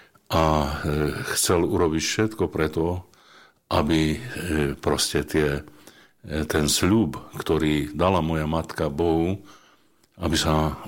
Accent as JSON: {"language": "Slovak", "town": "Nesvady", "region": "Nitra Region", "country": "Slovakia", "tie": "born or raised there", "said": "z roľníckej rodiny, poľnohospodárskej. Pochádzam z Nesvad, okresu Komárno, niektorí tomu hovoria Dolňaky."}